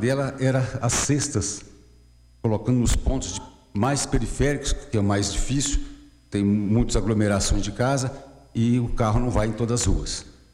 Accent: Brazil; Eu sou da Vila Betânia também

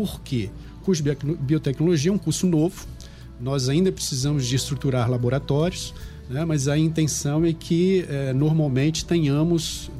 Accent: Venda Nova do Imigrante, Espírito Santo, Brazil; moved away as an adult; also born or lived in Viçosa / São Paulo / Vitória; eu sou daqui da região também, né, estudei aqui no Fioravante há muito tempo. Sou daqui, para quem não conhece, sou daqui de Bela Aurora, né, minha família é fiorese. Saí daqui em 89 para fazer graduação em matemática em Viçosa

